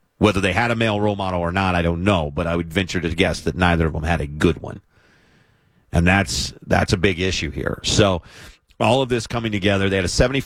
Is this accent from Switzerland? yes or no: no; United States